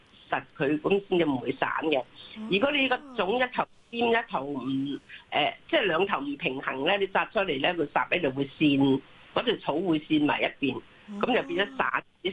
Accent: Zhongshan, Guangdong, China; 我哋系中山人嚟嘅

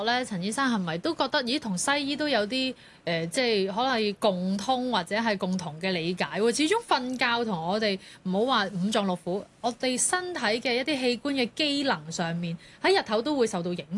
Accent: Hong Kong; 我哋香港人，包括我自己啦

